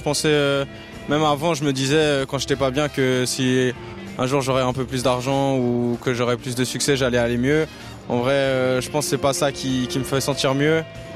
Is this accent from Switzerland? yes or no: yes; Renens, Vaud, Switzerland; Renan, en vrai, c'est là où j'ai grandi toute ma vie. Ça fait partie de mon histoire et je le décris dans ma musique parce que c'est là où j'ai vécu. Et en vrai, c'est un quartier populaire où il y a un peu de tout.